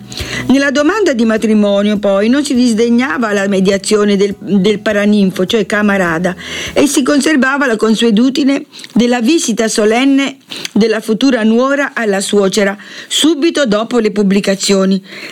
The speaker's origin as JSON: {"language": "Italian", "town": "Naples", "region": "Campania", "country": "Italy", "said": "Scusate il dialetto, io sono napoletana, faccio fatica a pronunciarlo bene."}